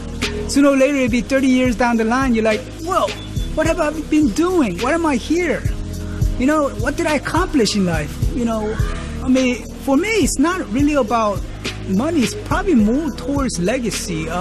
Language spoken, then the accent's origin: English; South Korea; moved away; We're from Korea, so I'm kind of like in the culture where, you know, family's first concept.